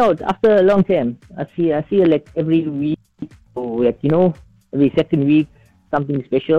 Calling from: Pietermaritzburg, KwaZulu-Natal, South Africa

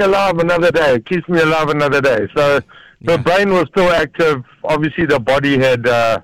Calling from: Pietermaritzburg, KwaZulu-Natal, South Africa; Maritzburg.

